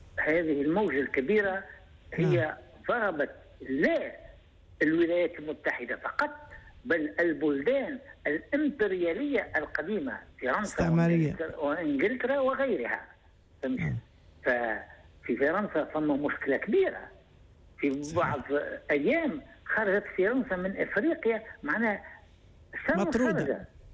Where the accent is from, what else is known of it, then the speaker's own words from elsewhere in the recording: Tunisia; الشيء اللي يحزنني كتونسي كعربي كمسلم